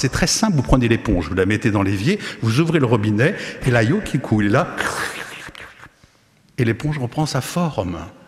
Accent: Nantes, Pays de la Loire, France

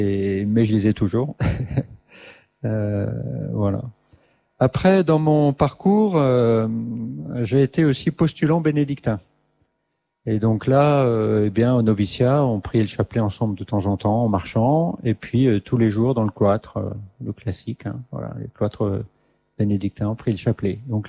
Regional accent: Grand Est, France; Voilà, j'étais scout dans ma jeunesse en Alsace.

